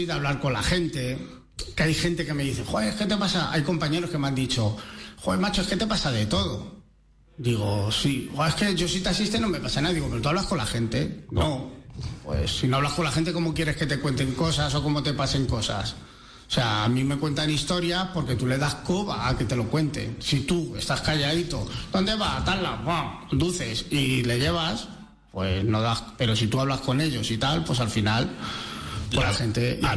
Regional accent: Madrid, Community of Madrid, Spain; yo soy madrileño, he conducido desde los 18 años por Madrid.

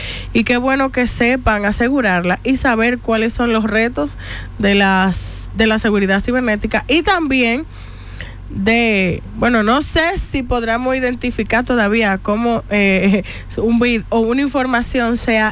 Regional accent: Dominican Republic

